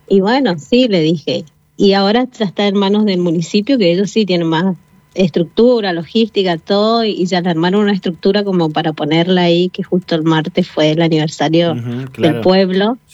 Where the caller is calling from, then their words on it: Argentina; si no sufrimos no somos argentinos